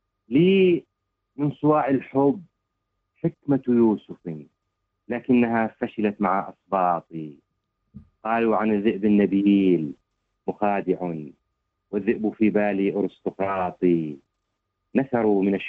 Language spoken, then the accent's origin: Arabic; Syria; عندنا في سوريا